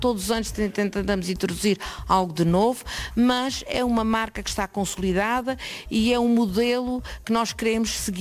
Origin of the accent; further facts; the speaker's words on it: Azores, Portugal; aquilo que nós somos enquanto açorianos, aquilo que nos vai na alma, as nossas tradições e aquilo que temos de melhor no nosso concelho.